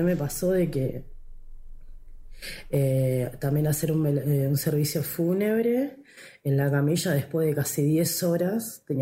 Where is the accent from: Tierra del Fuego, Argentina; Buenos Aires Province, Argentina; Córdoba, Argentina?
Buenos Aires Province, Argentina; Avellaneda; Avellaneda.